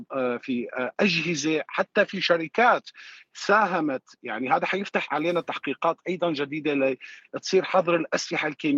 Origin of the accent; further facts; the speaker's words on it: Syria; كلياتنا كسوريين شفنا براميل الكلور الصفراء